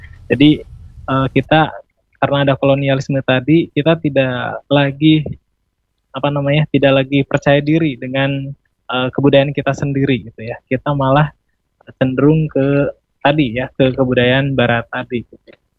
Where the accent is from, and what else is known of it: Indonesia